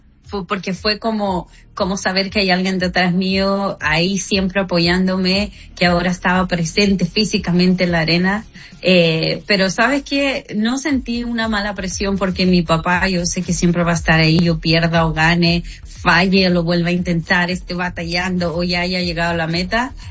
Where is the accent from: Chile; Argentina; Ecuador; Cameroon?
Chile; born there; moved away; also born or lived in Mexico; yo nací en Chile, ajá, pero yo como luchadora me hice en México. En México aprendí, viví 11 años allá